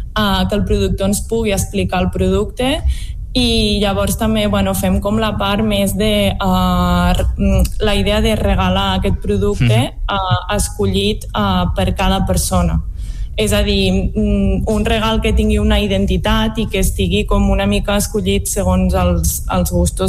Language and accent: Catalan; Catalonia, Spain; now in Lluçanès, Spain; Soc de l'Alt Urgell, d'un poble molt petit sota la Serra del Cadí, i bueno, però ja fa temps que estic per aquí al Lluçanès